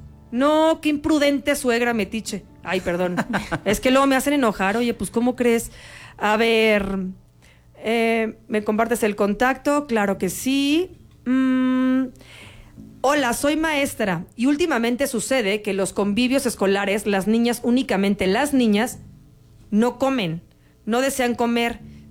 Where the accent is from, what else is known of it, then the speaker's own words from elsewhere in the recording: Mexico; No somos coreanas, somos bien mexicanas